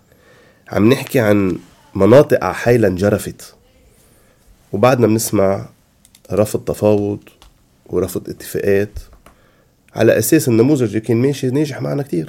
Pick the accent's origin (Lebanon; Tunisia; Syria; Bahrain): Lebanon; انا اليوم كسروان كتر خير الله ما انا مضروبه، انا لبناني،